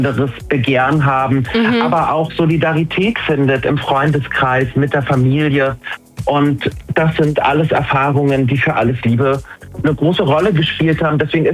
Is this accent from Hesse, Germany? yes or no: no; Saxony-Anhalt, Germany; moved away; Ich bin selber auf dem Land groß geworden, in einem kleinen Ort in Sachsen-Anhalt